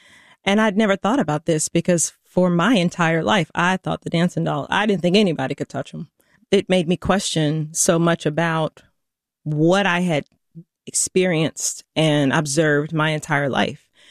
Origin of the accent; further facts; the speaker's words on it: Baton Rouge, Louisiana, United States; I grew up in Baton Rouge, Louisiana.